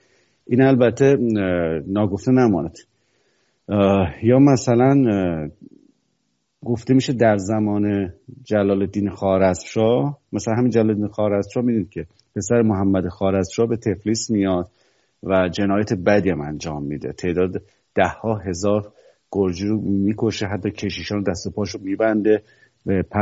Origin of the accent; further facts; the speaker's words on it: Iran; هر کی منو میدید میدید که من ایرانیم